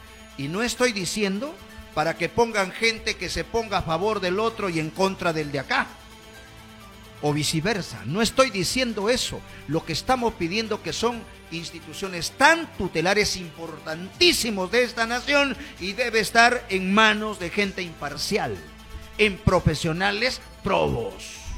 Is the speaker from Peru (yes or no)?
yes; Peru; yo, como peruano